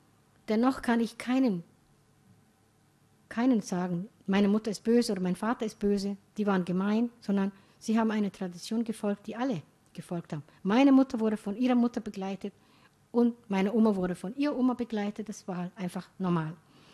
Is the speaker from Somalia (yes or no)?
yes; Somalia; German is a second language; now in Germany; Ich bin in Hemd und Hose, als Nomadin in kleines Tuch, aber sonst bin ich in Hemd und Hose aufgewachsen. Ich hatte ein Uniform in der Schule, wir hatten Kopftuchverbot 1974 in jeglichen Gebäuden